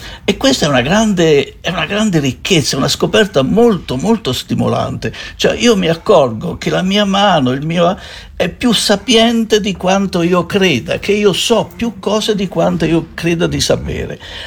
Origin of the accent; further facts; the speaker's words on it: Marche, Italy; born there; questa lingua, avendo un'origine nativa, un'origine della mia terra dove sono nato, quindi delle Marche, è una lingua che conserva quell'accento, conserva quella cadenza dialettale.